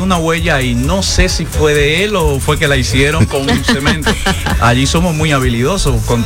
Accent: Villa Isabela, Puerto Plata, Dominican Republic; moved away; Yo soy de un campito que le llaman Villa Isabela

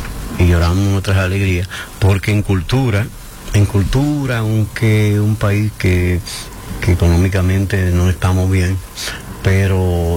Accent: San Francisco de Macorís, Duarte, Dominican Republic; moved away as an adult; Yossi Esteban, que es de mi pueblo, y yo sí. estudiamos el bachillerato juntos en San Francisco.

